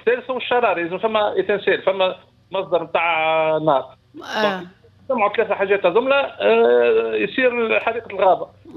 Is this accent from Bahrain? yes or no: no; Tunisia